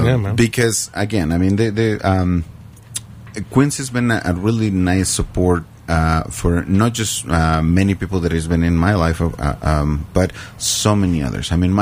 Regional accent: Mexico City, Mexico; I'm from the city. I'm from Mexico City.

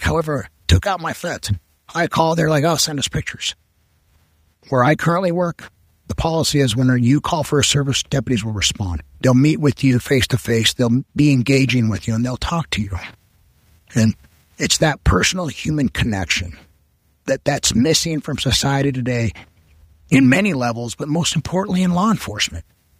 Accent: Colorado, United States; I grew up in the Roaring Fork Valley on the Crystal River Ranch. How much more here can you get?

